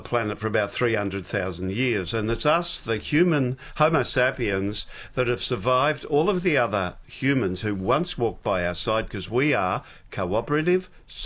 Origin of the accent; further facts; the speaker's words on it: Australia; born there; myself coming here as a migrant to Australia when I was 5